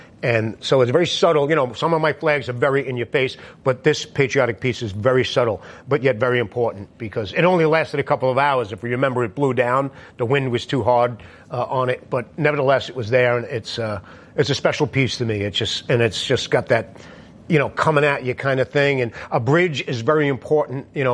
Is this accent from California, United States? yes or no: no; Staten Island, New York, United States; And back in the 90s, I came from Staten Island, which, you know, we get a bad rap for being knuckle dragon ogres.